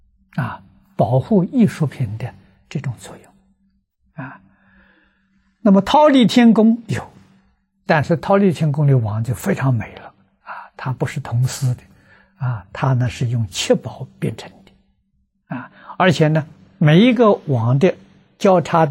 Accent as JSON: {"language": "Chinese", "country": "China"}